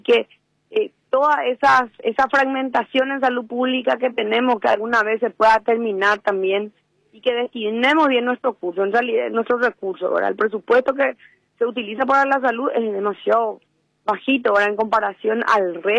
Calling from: Ciudad del Este, Alto Paraná, Paraguay

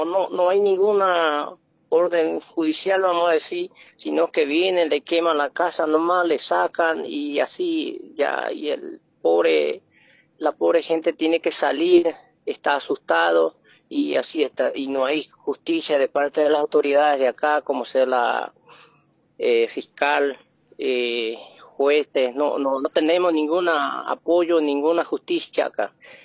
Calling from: Boquerón, Paraguay; acá en el departamento de Boquerón, zona Pedro Pepeña, El Solitario se llama el lugar denominado donde estamos nosotros. Hay una escuela que es número 4900, El Solitario.

